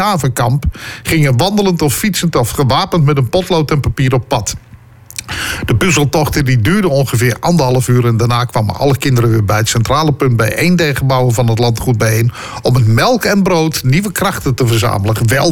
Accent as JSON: {"language": "Dutch", "town": "Purmerend", "region": "North Holland", "country": "Netherlands", "said": "Ja, ik kom uit Purmerend. Ik denk zo, ja, dat is nogal te horen."}